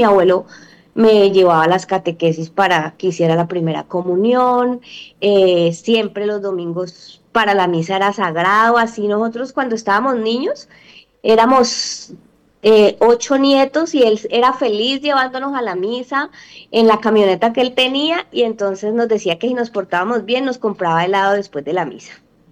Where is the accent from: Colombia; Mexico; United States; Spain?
Colombia; Cali, Valle del Cauca; also born or lived in Manizales; yo soy de aquí de la ciudad de Cali, nacida y criada aquí en Cali, pero a los 17 años mi abuelo, con mucho esfuerzo, me envió a Manizales a estudiar medicina.